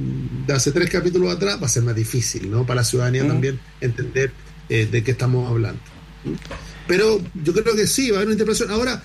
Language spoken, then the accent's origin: Spanish; Chile